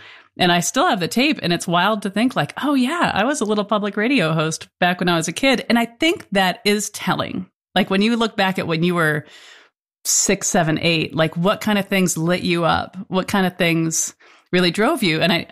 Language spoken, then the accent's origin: English; Farmington, Connecticut, United States; I grew up in Farmington, Connecticut, and it was a nice place to be.